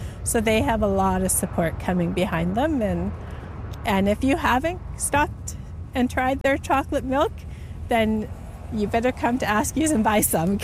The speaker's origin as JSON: {"language": "English", "town": "Revelstoke", "region": "British Columbia", "country": "Canada", "tie": "born or raised there", "lives_now": "Sicamous, Canada", "said": "Growing up in Revelstoke, every time we drove through Sikkimoose, we would stop for ice cream."}